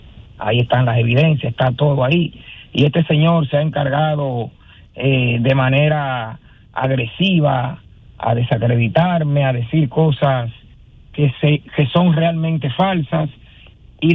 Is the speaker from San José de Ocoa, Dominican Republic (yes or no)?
yes; San José de Ocoa, Dominican Republic; moved away; mi pueblo natal, San José de Ocoa, donde todo el que me conoce sabe quién es